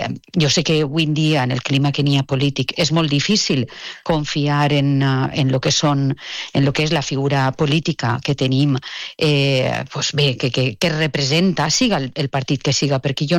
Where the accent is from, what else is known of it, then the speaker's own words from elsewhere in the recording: Oliva, Valencian Community, Spain; Pues molta estima per el meu poble i per tots els que treballen i fan possible que un poble funcione